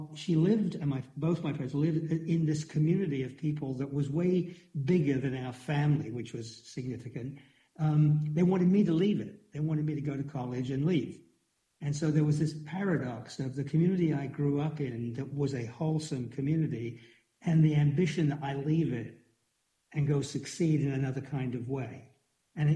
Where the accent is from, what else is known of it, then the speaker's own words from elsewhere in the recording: London, United Kingdom; I grew up in the East End of London before it was a posh neighborhood, pretty run down. And my parents had a candy store, a sweet shop.